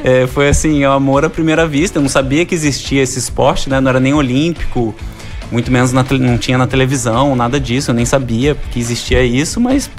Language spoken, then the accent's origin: Portuguese; Minas Gerais, Brazil; moved away as an adult; also born or lived in Rio de Janeiro; eu sou carioca, só que com 1 ano eu fui morar em Minas e morei até o ano passado em Minas. Então foram 33 anos morando em Minas.